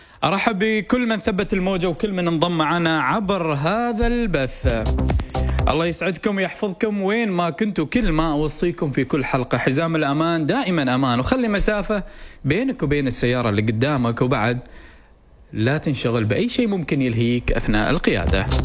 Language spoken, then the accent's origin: Arabic; Oman; أن بلدنا عمان فيها من العادات والتقاليد في أيام العيد اللي نوعا ما تنفرد عن بقية الدول.